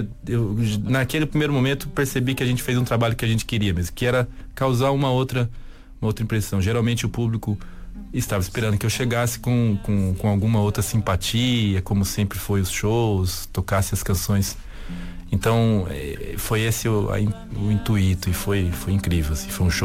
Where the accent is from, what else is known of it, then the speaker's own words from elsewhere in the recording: Amazon, Brazil; mistura de ser skatista, de ser pintor, de ser do interior da Amazônia, de viver aqui, de trabalhar como um artista, viver disso.